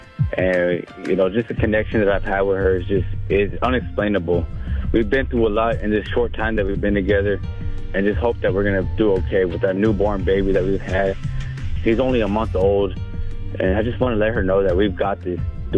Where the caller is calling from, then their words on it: San Antonio, Texas, United States; I'm coming from San Antonio, Texas.